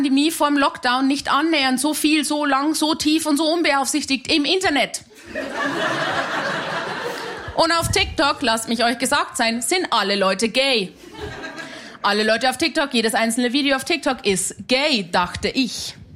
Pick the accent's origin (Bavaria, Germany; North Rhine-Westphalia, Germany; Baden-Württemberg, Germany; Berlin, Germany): Bavaria, Germany; Hanausdorf; Meine Leitung war sehr lang, weil ich bin aus Hanausdorf bei Simbach bei Landa in der Isar. Da gibt's sowas nicht.